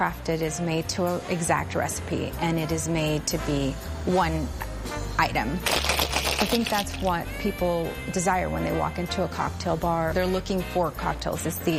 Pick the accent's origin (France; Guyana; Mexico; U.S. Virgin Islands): Mexico; Monterrey, Nuevo León; now in United States; I am from Monterrey, Nuevo León, and my family also comes from San Luis Potosí, what is probably the northern-ish part of Mexico.